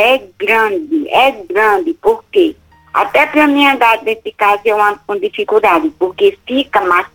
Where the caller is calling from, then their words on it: Crato, Ceará, Brazil